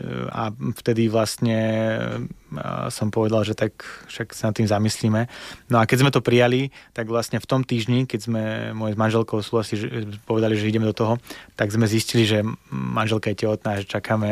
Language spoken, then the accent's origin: Slovak; Belarus; Slovak is a second language; now in Slovakia; trochu cudzie, že ja sa hlásim k tomu, že som Bielorus. Vždy, keď tam prídem, tak je tam trošku nostalgia, ale zároveň sa necítim ako súčasť tej rodiny, toho národa, že skôr som doma na Slovensku.